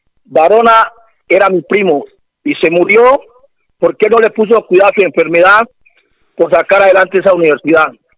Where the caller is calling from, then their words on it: Bajo Calima, Valle del Cauca, Colombia; como campesino, que soy del Bajo Calima